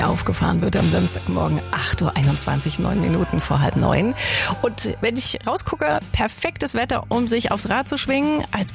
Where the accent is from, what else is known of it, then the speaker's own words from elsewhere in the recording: Thuringia, Germany; heute Vormittag wird genau eine neue Strecke, so ein neuer Abschnitt in Nordthüringen, in meiner Heimat, feierlich eingeweiht